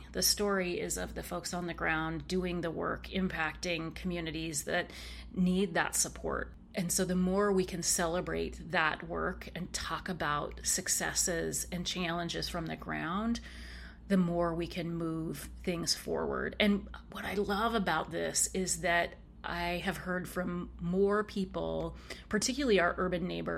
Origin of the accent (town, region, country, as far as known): Oregon, United States; born or raised there